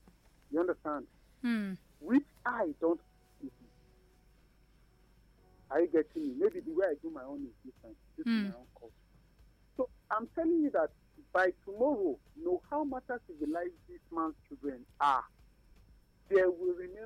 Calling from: Kogi, Nigeria; calling from Kogi.

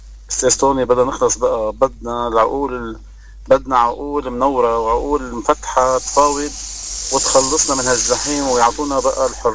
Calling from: South Lebanon, Lebanon; انا بحكيك من الجنوب، عم بحكيك من قهر من جحيم عايشين وهون بالجنوب.

